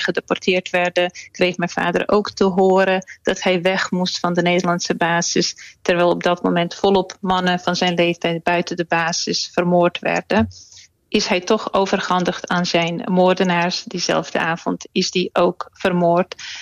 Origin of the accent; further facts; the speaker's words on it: Srebrenica, Republika Srpska, Bosnia & Herzegovina; now in Netherlands; Ja, kijk, ik kom zelf uit Srebrenica.